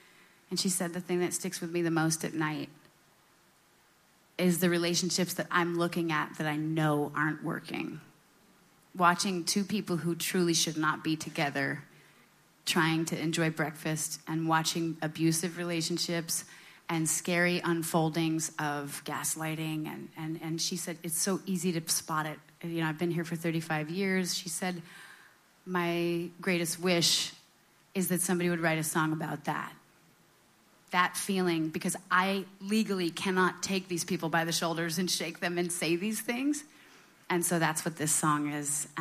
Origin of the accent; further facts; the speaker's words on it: Vermont, United States; moved away; growing up in Vermont